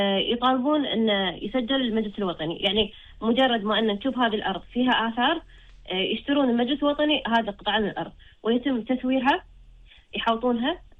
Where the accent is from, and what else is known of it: Kuwait